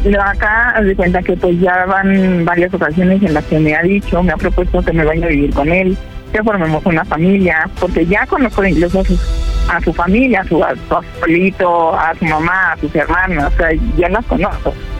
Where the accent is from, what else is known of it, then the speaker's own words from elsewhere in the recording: Mexico City, Mexico; now in Mérida, Mexico; Tengo 35 años. Yo soy de la Ciudad de México, pero por cuestión de trabajo, ando en Mérida.